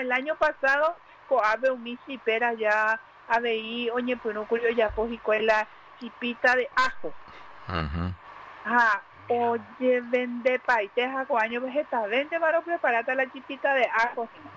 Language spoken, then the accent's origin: Spanish; Pirayú, Paraguarí, Paraguay; nosotros como pirayuenses